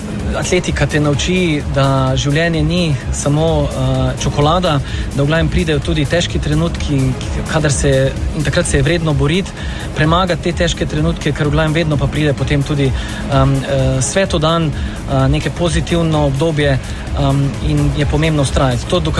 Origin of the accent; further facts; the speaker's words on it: Celje, Savinjska, Slovenia; da bomo čim več atletskih dogodkov oziroma atletike pripeljali v Celje. Tako kot sem prej na tiskovni konferenci omenil, je to moj rojstni kraj in glede na to, da sem tudi nekoč treniral pri Kladivarju